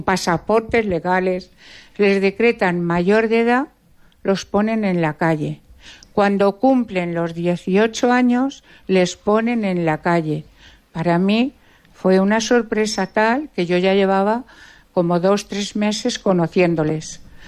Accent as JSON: {"language": "Spanish", "town": "La Puebla de Almoradiel", "region": "Castilla-La Mancha", "country": "Spain", "tie": "born there", "moved": "yes", "lives_now": "Madrid, Spain", "said": "venir a la Puebla, donde yo tengo una casa... Yo nací en la Puebla de Almoradiel."}